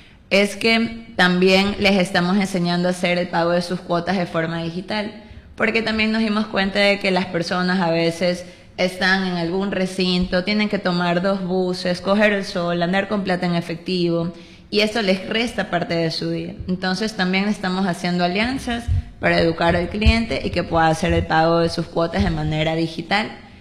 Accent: Guayaquil, Guayas, Ecuador; Soy de Guayaquil.

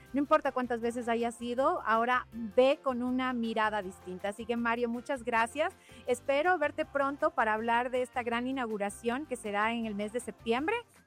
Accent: Ecuador

